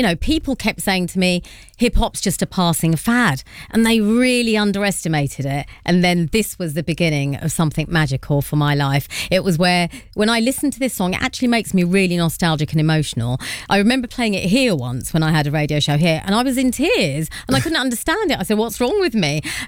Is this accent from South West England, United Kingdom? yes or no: no; London, United Kingdom; Growing up between Southall and Harlesden was rough and ready.